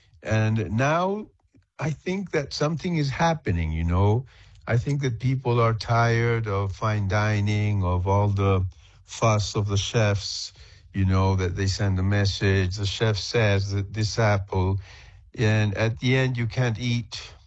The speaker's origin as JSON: {"language": "English", "region": "Patagonia", "country": "Argentina", "tie": "born or raised there", "also_born_or_lived": "Paris", "moved": "as an adult", "said": "I was born in Argentina and I was raised in Patagonia."}